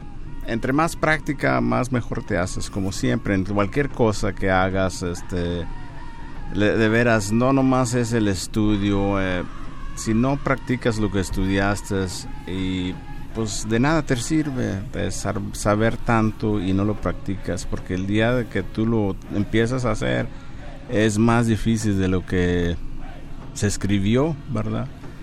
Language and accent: Spanish; Coahuila, Mexico; yo de niño acá en el Ejido Morelos, acordándole a todos otra vez, yo crecí en Ejido Morelos y pues ahí vivíamos muy cerca del río y río Sabinas, que es el mismo río de aquí de acá